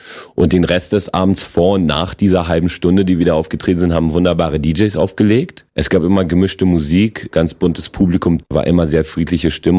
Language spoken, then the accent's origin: German; Berlin, Germany; accent: Berlin; also born or lived in Poland; Berlin der Fall und das ist meine Heimat